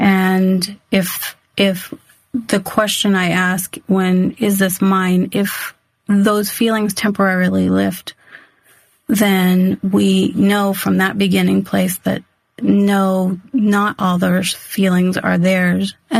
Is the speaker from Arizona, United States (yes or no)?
yes; Yuma, Arizona, United States; born or raised there